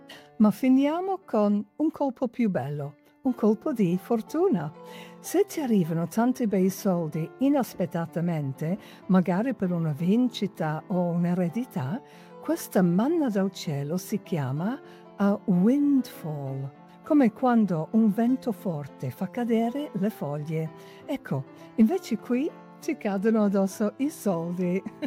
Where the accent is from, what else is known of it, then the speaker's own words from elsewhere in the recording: England, United Kingdom; moved away; siccome sono inglese